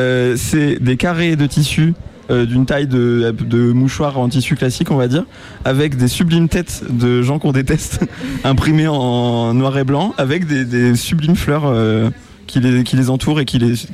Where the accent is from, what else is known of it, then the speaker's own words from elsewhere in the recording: Caen, Normandy, France; Je viens de Caen, je suis cannaise.